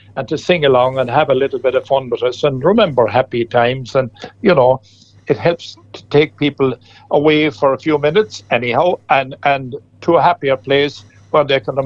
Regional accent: Ireland; born there; I was born out in the Front Strand

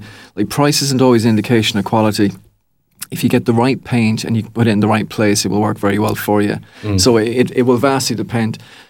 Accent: Achill, Connacht, Ireland; when I grew up schooling in Achill

